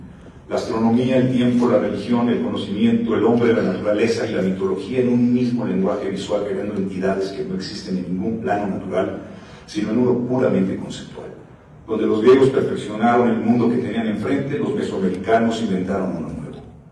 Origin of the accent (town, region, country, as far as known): Mexico